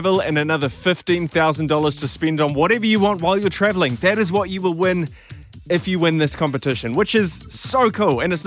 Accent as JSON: {"language": "English", "country": "New Zealand", "said": "you have got in your hot little hands right now an actual Kiwi. I'm from New Zealand, so I'm going to pass it over to you to lead this interview."}